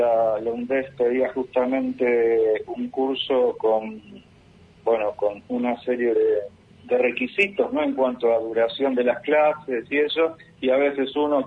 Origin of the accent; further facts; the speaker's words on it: Patagonia, Argentina; como patagónicos y como argentinos, la iniciativa de Andrés realmente es muy, muy bienvenida